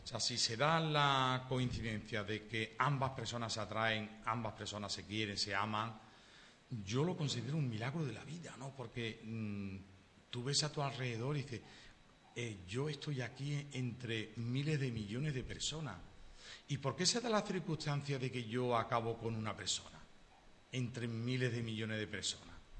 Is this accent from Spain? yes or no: yes; Sanlúcar de Barrameda, Andalusia, Spain; si yo tengo que traer a mi mente las imágenes más claras del lugar de donde soy, de cómo era el cielo, de cómo eran las plantas, los caminos, etcétera, etcétera, pues eso es Pago Calvario. Luego, por extensión, vale. Sanlúcar